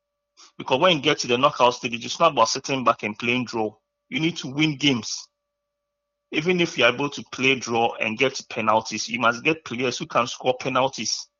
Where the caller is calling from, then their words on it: Teshie, Greater Accra, Ghana; calling from Teshi.